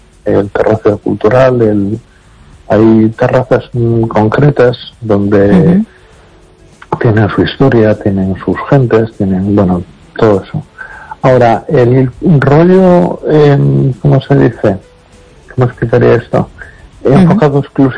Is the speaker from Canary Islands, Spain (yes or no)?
yes; Las Palmas de Gran Canaria, Canary Islands, Spain; yo, con todo mi respeto, soy pueblo canario. Yo uh-huh. En las Canarias, en la Palma de Gran Canaria